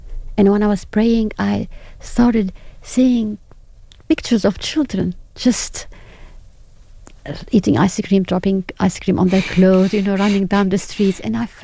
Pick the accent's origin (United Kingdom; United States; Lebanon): Lebanon; I'm from Lebanon